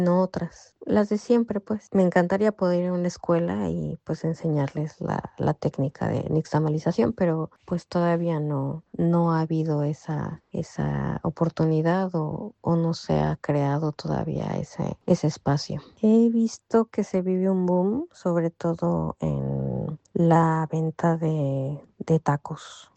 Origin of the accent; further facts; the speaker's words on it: Mexico City, Mexico; moved away as an adult; now in Tokyo, Japan; soy de la Ciudad de México y actualmente vivo en Tokio, Japón. Me casé con una persona japonesa, entonces decidimos vivir en Japón y llevo 15 años viviendo en Japón.